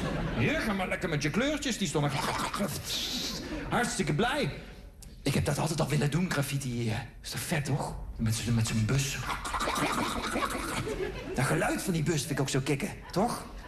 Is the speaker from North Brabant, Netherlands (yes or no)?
yes; Eindhoven, North Brabant, Netherlands; Ik kan dat niet, want ik ben opgegroeid in Eindhoven. Daar heb je ruimte zat.